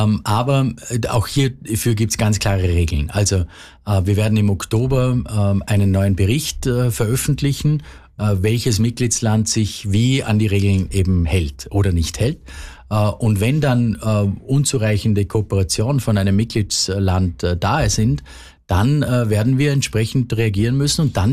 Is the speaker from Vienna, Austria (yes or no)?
no; Vorarlberg, Austria; ich bin an der Schengen-Außengrenze eigentlich aufgewachsen, an der Grenze zur Schweiz